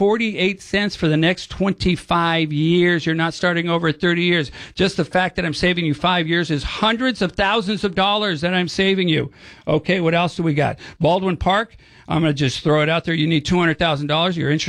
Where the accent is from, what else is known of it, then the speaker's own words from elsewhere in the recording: Colombia; now in United States; I love this country. I'm a patriot from Colombia, and we are saving the American dream.